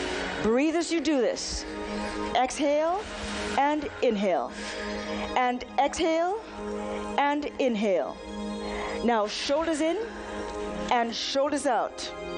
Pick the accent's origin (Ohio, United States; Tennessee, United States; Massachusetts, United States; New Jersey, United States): Massachusetts, United States; Boston; I am a physician from Boston.